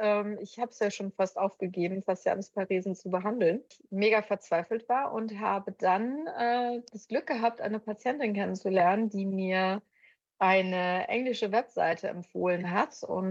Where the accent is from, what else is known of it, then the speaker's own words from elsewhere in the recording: Bonn, North Rhine-Westphalia, Germany; Ich komme aus Bonn, bin Logopädin in Bonn.